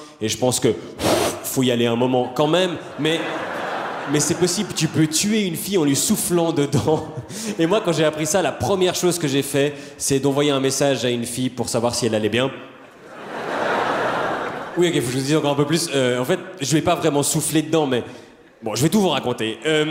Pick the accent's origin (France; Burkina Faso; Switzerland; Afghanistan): Switzerland; en tant que bon Suisse empreint de neutralité